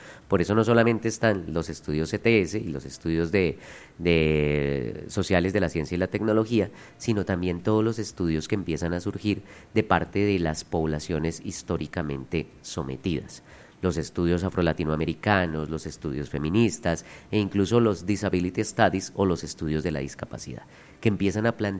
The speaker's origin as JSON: {"language": "Spanish", "country": "Colombia"}